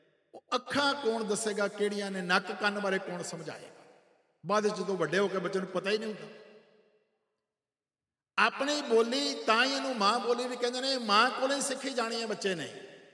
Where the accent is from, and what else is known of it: Punjab, India